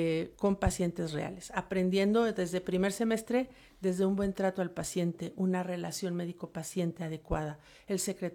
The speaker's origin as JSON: {"language": "Spanish", "country": "Mexico"}